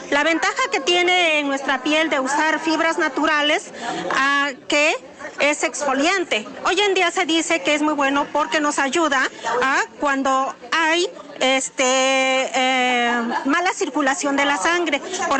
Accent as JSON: {"language": "Spanish", "town": "Santa Inés Ahuatempan", "region": "Puebla", "country": "Mexico", "said": "Vengo de Santa Inés Aguatempan, Puebla, y nos estamos dando a la tarea de sembrar el estropajo de guaje"}